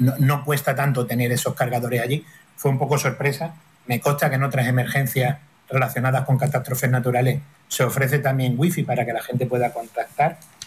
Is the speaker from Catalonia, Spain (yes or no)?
no; Andalusia, Spain; Yo como andaluz, como español